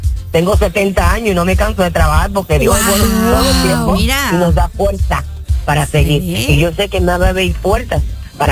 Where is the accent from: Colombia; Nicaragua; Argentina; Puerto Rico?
Puerto Rico; Soy boricua.